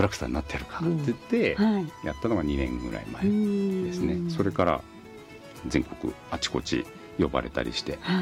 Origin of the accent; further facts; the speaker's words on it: Kurobe, Toyama, Japan; also born or lived in Tokyo; now in Koriyama, Japan; もともとは、はい、遠い遠い富山県の宇奈月温泉ってとこが出身です。